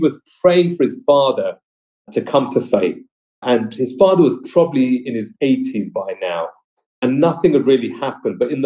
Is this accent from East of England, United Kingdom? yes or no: yes; Watford, East of England, United Kingdom; how I grew up in Watford, my experiences of growing up in a Hindu home